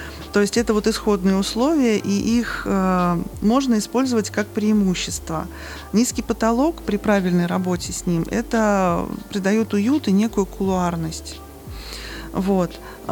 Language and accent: Russian; Bryansk, Bryansk Oblast, Russia; Я из Брянска.